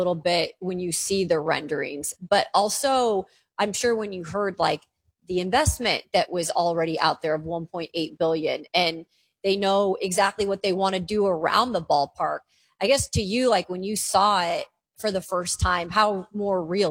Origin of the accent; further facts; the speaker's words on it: West Coast, United States; also born or lived in Nashville, Tennessee; now in Sacramento, United States; I'm a West Coast girl, and being back on the West Coast and specifically in Northern California